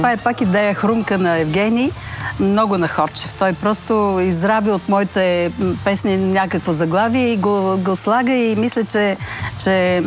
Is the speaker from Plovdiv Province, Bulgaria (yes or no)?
yes; Hisarya, Plovdiv Province, Bulgaria; now in Sofia, Bulgaria; Аз съм почетен гражданин на Хисария. Къде си родена? Където съм родена.